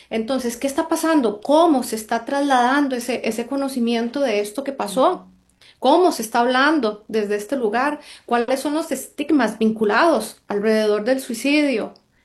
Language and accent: Spanish; Costa Rica; los espacios que sí requerimos como sociedad costarricense